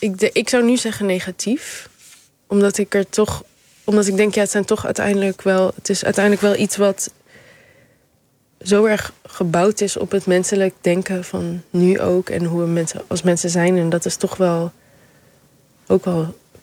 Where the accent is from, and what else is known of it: Amsterdam, North Holland, Netherlands; now in Rotterdam, Netherlands